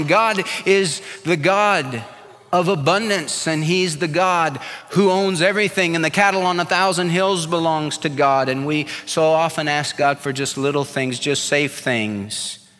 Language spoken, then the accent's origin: English; California, United States; When I was a little kid, we had a pool in my backyard growing up in California.